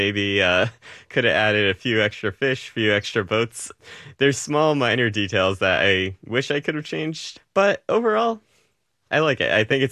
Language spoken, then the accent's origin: English; Rhode Island, United States; born or raised there